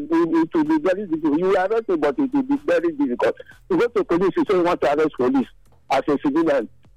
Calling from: Nigeria; I'm calling from Ebosa Community.

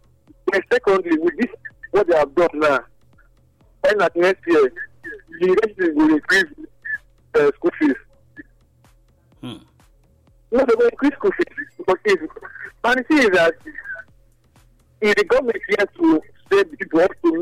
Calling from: Nigeria; we're calling from Adubawa.

